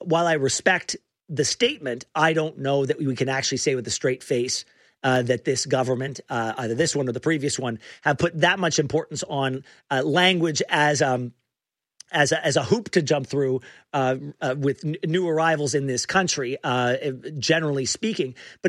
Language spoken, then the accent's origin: English; Canada; I'm speaking as a Canadian.